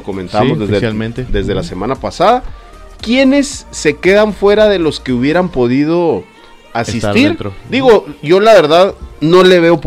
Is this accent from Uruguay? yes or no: no; Mexico; como mexicanos, somos optimistas